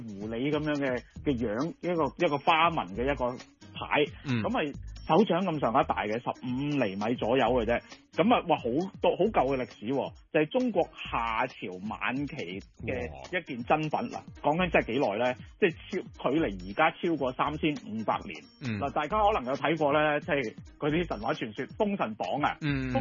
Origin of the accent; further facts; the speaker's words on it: Hong Kong; 我哋香港人